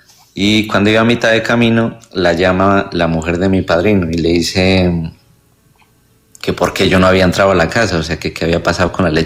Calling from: Nariño, Colombia; Lo escucho desde Nariño.

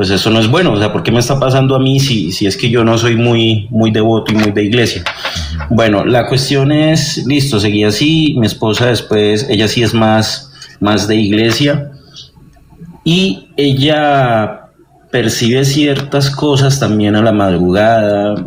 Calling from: Bucaramanga, Santander, Colombia; desde Bucaramanga.

